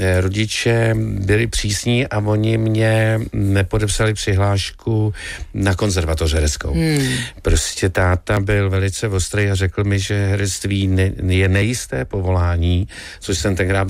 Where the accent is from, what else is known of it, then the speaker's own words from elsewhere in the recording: Nejdek, Karlovy Vary Region, Czechia; já jsem teda se domluvil opravdu s úžasným muzikantem, panem Tótem u nás v Nejtku a začal jsem k němu chodit prostě na hodiny